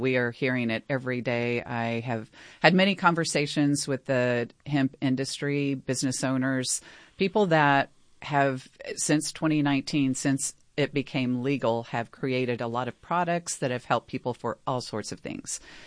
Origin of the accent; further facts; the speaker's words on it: Dallas, Texas, United States; now in Austin, United States; Sure. I'm a state representative from the Austin area. I grew up in Dallas. I'm a small business owner.